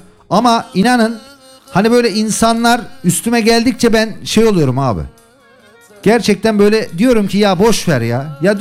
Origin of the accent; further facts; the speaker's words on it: Kırıkkale, Turkey; Ben Kırıkkaleliyim. Ben bildiğiniz bir memur çocuğuyum.